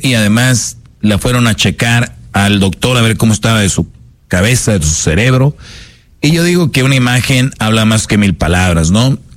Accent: Monterrey, Nuevo León, Mexico; yo de niño en Monterrey sí jugábamos con eso

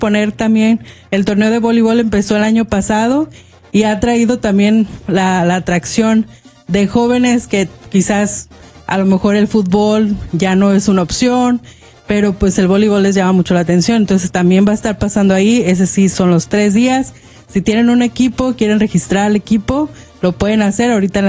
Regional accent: Mexico; como mexicanos sabemos que el boxeo es muy grande también

